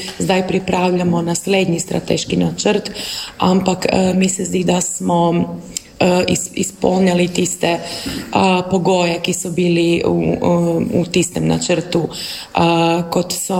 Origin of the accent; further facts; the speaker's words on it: Karlovac, Karlovac County, Croatia; Slovenian is a second language; Jaz nisem Slovenka, jaz sem rojena na Hrvaškem in sem rojena v Karlovcu in v Karlovcu živim celo svoje življenje